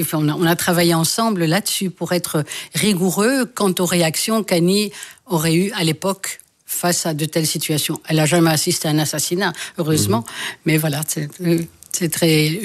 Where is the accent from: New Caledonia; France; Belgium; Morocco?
Belgium; Brussels, Brussels-Capital Region; moi je suis bruxelloise de naissance, je suis marolienne.